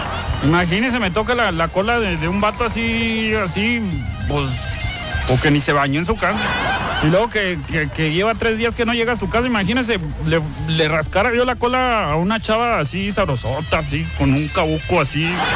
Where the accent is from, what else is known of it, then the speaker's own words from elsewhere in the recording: Madera, Chihuahua, Mexico; yo como un caballero que soy, así me criaron ahí en Madera de Chihuahua.